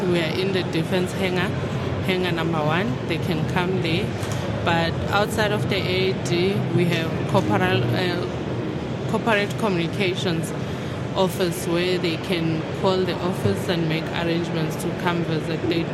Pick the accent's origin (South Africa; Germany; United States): South Africa; Katlehong, Gauteng; I'm from Katlehong. Mm. I grew up in the streets of Katlehong.